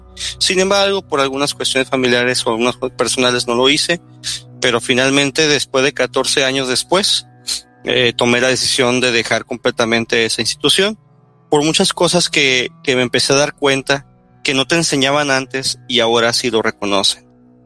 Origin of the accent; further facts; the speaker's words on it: Baja California, Mexico; Soy también soy de México. Soy del norte del estado de Baja California. Actualmente tengo 35 años. Fui miembro de la Iglesia de Jesucristo de los Santos Últimos Días, o conocido como la Iglesia Mormona